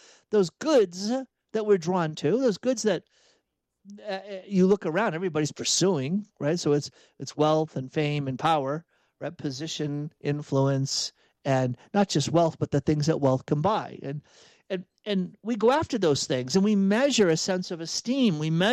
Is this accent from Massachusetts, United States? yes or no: yes; Massachusetts, United States; Now, I grew up in outside of Boston, and if you're in New England and you can kind of scrape all the way down to New York and New Jersey, you're going to hear that phrase